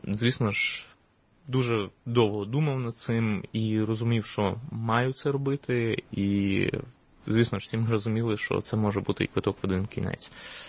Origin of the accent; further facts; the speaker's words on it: Mykolaiv, Mykolaiv Oblast, Ukraine; Мені 40 років. Я родом з Миколаєва.